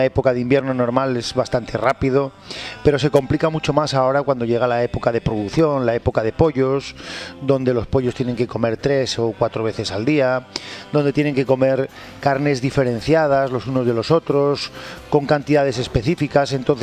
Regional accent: Castile and León, Spain; Pues nosotros efectivamente venimos de la provincia de León, de una localidad que se llama Villa Quejida, que está situada completamente al sur de la provincia de León, rayando casi la de Zamora

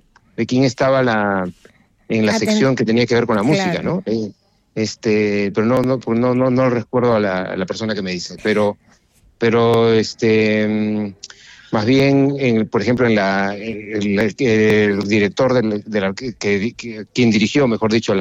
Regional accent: Chimbote, Ancash, Peru; como yo soy de Chimbote, Chimbote es un puerto y siempre está obligado al mar, siempre está cerca del mar

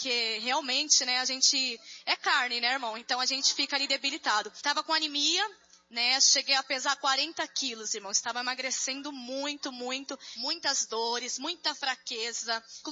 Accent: Osasco, São Paulo, Brazil

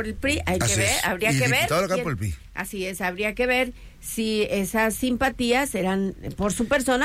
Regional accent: Colima, Mexico; los que somos de Colima

